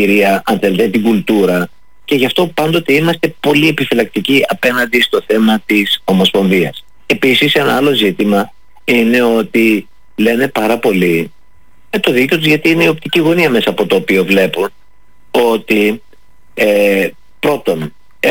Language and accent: Greek; Greece; Εμείς ως Έλληνες της Ελλάδος